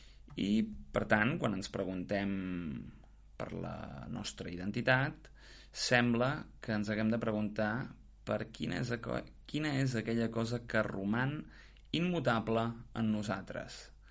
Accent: Catalonia, Spain; possiblement a continuació doncs diria que sóc un noi de 26 anys i potser per acabar doncs afegiria que sóc català

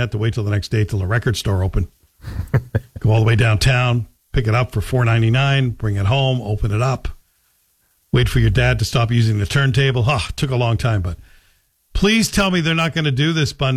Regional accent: Scotland, United Kingdom; now in Canada; Because growing up in Scotland, that's how you spell airplane.

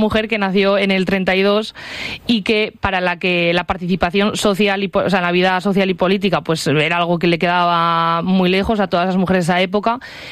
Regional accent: Villafranca del Bierzo, Castile and León, Spain; como soy de Villafranca

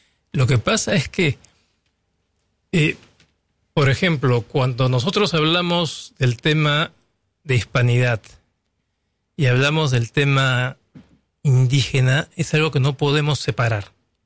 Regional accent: Peru

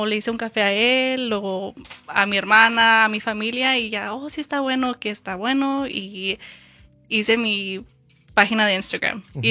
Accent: Mexico; soy mexicana, me gustan cosas mexicanas, mazapán, horchata, tres leches

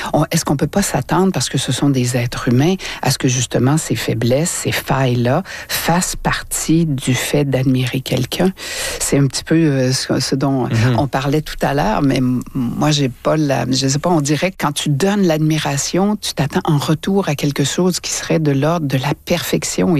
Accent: Quebec City, Quebec, Canada; Et on est deux de Québec, là, Jean-Philippe.

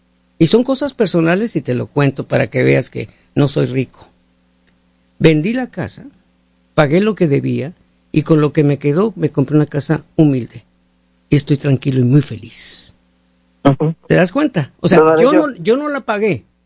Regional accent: Mexico; Porque somos hispanos, somos mexicanos, en este caso.

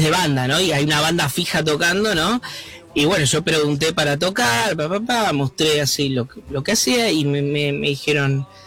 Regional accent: Argentina; moved away as an adult; now in Germany; porque somos todos de Argentina.

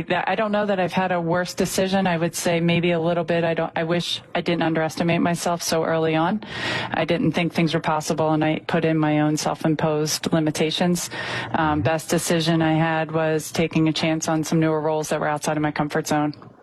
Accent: Springfield, Pennsylvania, United States; I'm from Springfield, Delaware County.

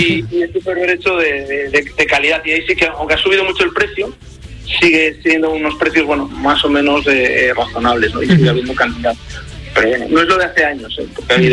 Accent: Noya, Galicia, Spain; Y yo, es que además soy de Noya, por eso tengo que presumir también del pueblo.

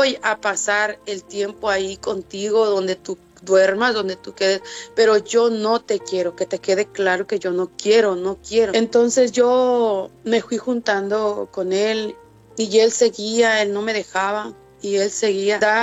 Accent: San Luis Potosí, Mexico; Yo vengo del estado de San Luis, de San Luis Potosí. Entonces yo no conocía San Luis, no conocía el centro.

